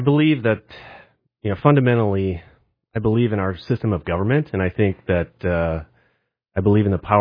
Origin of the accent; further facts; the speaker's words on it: Grandin, North Dakota, United States; you know, I'm a farmer from Grandin, just a regular guy.